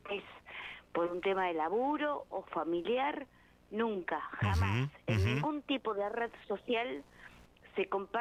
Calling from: Bahía Blanca, Buenos Aires Province, Argentina; de Bahía Blanca.

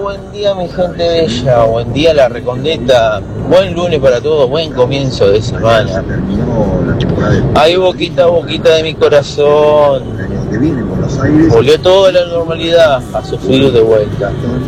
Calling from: José C. Paz, Buenos Aires Province, Argentina; de José de Paz

